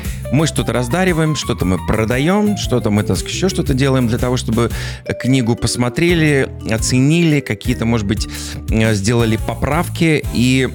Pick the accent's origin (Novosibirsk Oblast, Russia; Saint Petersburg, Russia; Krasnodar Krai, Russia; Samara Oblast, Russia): Novosibirsk Oblast, Russia; Novosibirsk; born there; moved away; Я действительно из Новосибирска. Именно из Новосибирска. Да. Я всегда с гордостью говорю вообще в любой точке земного шара, что я родился в Сибири, что я сибиряк.